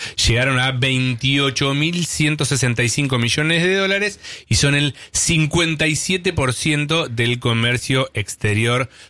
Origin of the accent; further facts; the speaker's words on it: Tucumán, Argentina; Sí, eso siempre somos tucumanos.